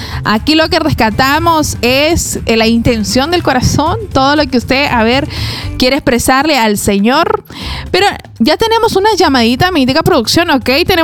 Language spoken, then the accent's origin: Spanish; Pisco, Ica, Peru; yo también soy de Pisco.